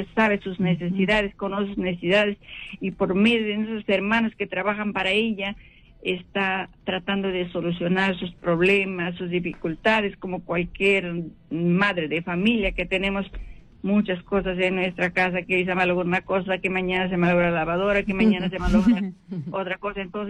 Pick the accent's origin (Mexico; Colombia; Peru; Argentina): Peru; Chachapoyas, Amazonas; now in Lima, Peru; Entonces yo siempre quería, y todavía está en provincia, yo soy de Chachapoyas. Entonces, decía yo, cuando vaya a Lima, tengo que llegar a Rayo María